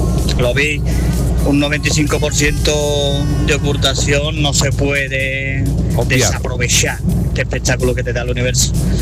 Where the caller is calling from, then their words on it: Seville, Andalusia, Spain; desde Sevilla.